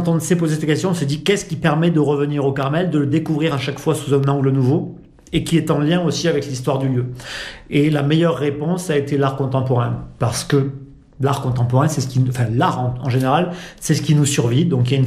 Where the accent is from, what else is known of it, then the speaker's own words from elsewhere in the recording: Cahors, Occitanie, France; born there; also born or lived in Paris / United States; now in Pamiers, France; Ça fait 5 ans quasiment, jour pour jour, que je me suis installé ici. Mais je suis né dans le Lot, à Cahors, pas très très loin.